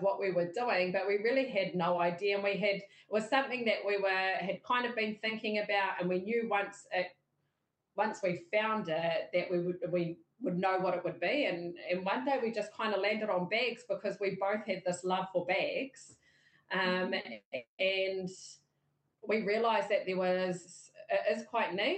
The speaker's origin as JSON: {"language": "English", "region": "Northland", "country": "New Zealand", "tie": "born or raised there", "lives_now": "Whangarei, New Zealand", "said": "noho ana au ki Whangarei. … I am a proud Northland bred wahine Māori, born and bred in Taitokerau, Northland girl through and through."}